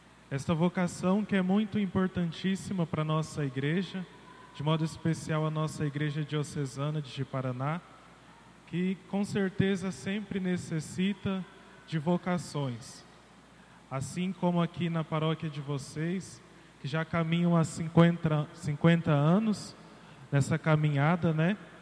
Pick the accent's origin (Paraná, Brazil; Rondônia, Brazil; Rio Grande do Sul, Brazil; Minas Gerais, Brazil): Rondônia, Brazil; Cacoal; Boa noite, eu sou o seminarista … sou aqui de Cacoal, sou ali da paróquia São Judas Tadeu